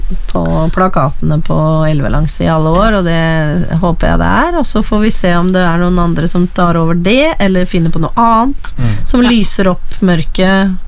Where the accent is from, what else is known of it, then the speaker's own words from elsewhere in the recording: Vestfold, Norway; moved away; Jeg kommer jo fra Vestfold og bjørnebær, skog rett ved siden av huset